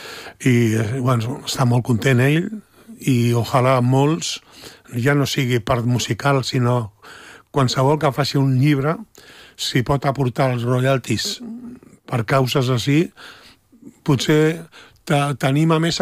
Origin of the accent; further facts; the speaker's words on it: L'Hospitalet de Llobregat, Catalonia, Spain; Hospitalet, al meu barri